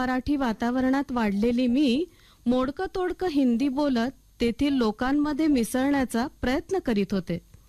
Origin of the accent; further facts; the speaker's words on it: Nagpur, Maharashtra, India; moved away as an adult; also born or lived in Bilaspur, Chhattisgarh; माझं माहेर नागपूरचं, महाराष्ट्रातून एकदम छत्तीसगडमध्ये गेले. तेथील वातावरणात, संस्कृतीमध्ये प्रचंड तफावत. संपूर्ण मराठी वातावरणात वाढलेली मी मोडकं तोडकं हिंदी बोलत